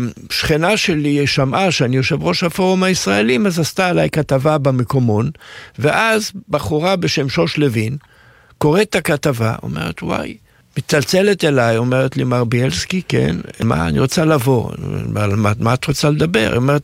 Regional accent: Jerusalem, Jerusalem District, Israel; אני נולדתי בירושלים, וההורים שלי רשמו אותי לתיכון לידה, מה שנקרא ליד האוניברסיטה.

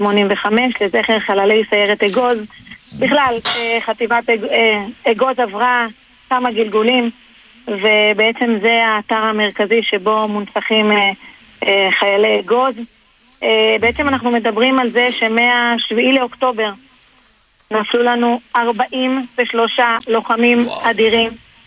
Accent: Northern District, Israel; נכון מאוד, אנחנו גרים בנטור. שחר הגיע לפה בגיל 3, ואנחנו גדלנו בגולן, גם אני וגם בעלי.

